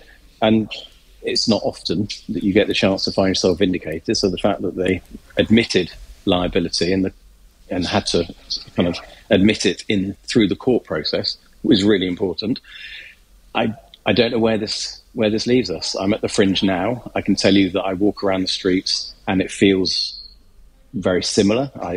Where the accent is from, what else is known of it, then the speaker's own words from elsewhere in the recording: London, United Kingdom; I'm a comedian from Northwest London, Hertfordshire. I am Jewish.